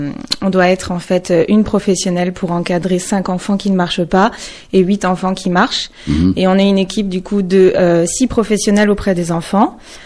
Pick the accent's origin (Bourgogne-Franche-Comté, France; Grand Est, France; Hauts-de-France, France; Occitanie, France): Grand Est, France; Mercy-le-Bas; Non, je suis pas originaire de Longuyon. Je suis originaire de Mercy-le-Bam.